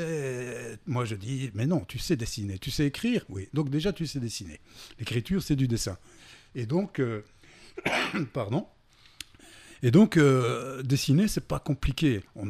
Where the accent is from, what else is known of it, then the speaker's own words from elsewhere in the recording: Belgium; born there; Voilà, je suis né en Belgique d'un père tunisien et d'une mère belge. Mon père est venu en 64 en Belgique pour étudier, et donc j'y suis né quelques années après.